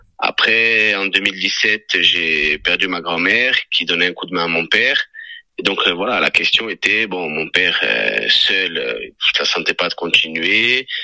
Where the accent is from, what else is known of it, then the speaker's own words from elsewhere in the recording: Corsica, France; Je suis originaire de Serralisco-Pamène, dans l'Altaroc.